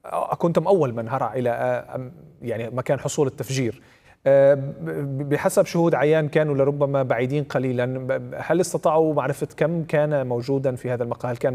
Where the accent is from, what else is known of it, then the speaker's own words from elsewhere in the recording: Syria; وعلينا كسوريين عموما